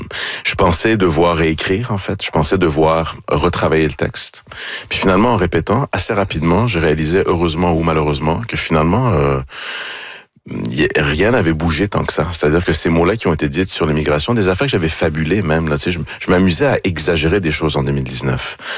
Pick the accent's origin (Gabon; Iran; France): Iran; moved away; Moi, je pensais qu'on a quitté l'Iran comme tout le monde, c'est-à-dire comme beaucoup de gens. Il y a eu la guerre, il y a eu la révolution, il y a eu énormément d'exil.